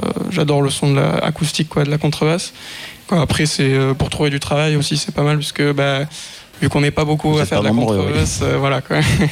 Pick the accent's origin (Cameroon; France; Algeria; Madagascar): France; Occitanie; Du coup, ouais, moi, je viens du Lot